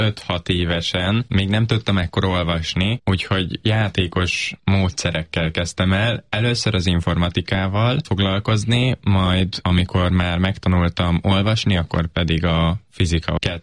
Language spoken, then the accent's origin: Hungarian; Hungary; accent: Hungarian school accent; now in England; Nem is egyértelmű amerikai akcentusom van, hanem magyarországi iskolai akcentus